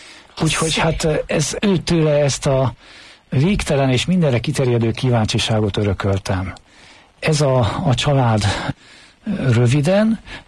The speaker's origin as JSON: {"language": "Hungarian", "town": "Veszprém", "region": "Veszprém County", "country": "Hungary", "tie": "born or raised there", "first_language": "Hungarian", "said": "Veszprémi gyerek vagyok"}